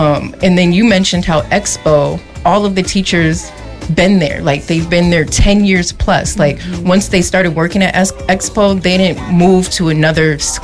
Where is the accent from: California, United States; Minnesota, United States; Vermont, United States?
Minnesota, United States; St. Paul; And just growing up in the Rondo community, we had this conversation before we were on air. Like, my teachers who worked in the school I seen them at the grocery store.